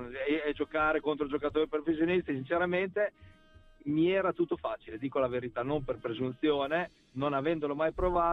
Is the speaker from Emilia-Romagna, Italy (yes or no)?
yes; Crespellano, Emilia-Romagna, Italy; dei dirigenti del mio paese, di Crespellano, che era appunto la società, il paese dove cui vivevo